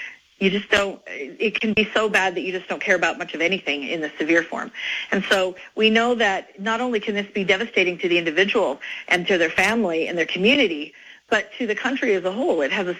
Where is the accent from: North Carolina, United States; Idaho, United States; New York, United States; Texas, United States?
Idaho, United States; I am from Idaho, and so a lot of rural areas, so a lot of space between providers.